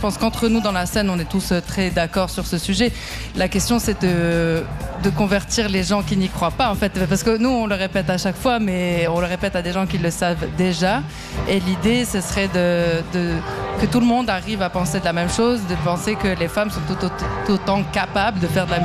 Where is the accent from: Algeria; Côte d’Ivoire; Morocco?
Morocco; also born or lived in Switzerland; now in Lille, France; Moi, je viens de du Maroc